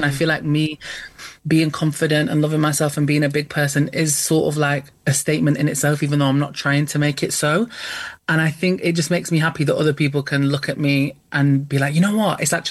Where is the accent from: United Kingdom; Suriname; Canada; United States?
United Kingdom; I think as British people in general